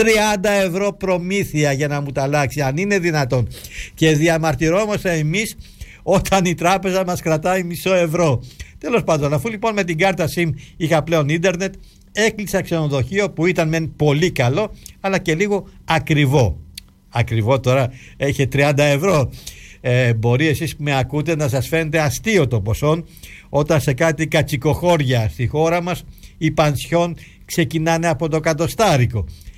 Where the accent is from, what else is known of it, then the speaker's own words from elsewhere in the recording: Greece; Τους είπα ότι είμαστε Ορθόδοξοι και Έλληνες